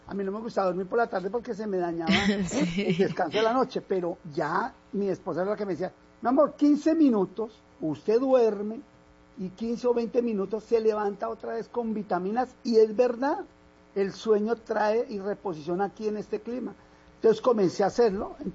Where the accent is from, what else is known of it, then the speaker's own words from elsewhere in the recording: Bogotá, Colombia; Porque como yo soy rolo, a mí me gusta estar activo. O sea, uno de Bogotá viene en una actividad que es muy diferente al clima.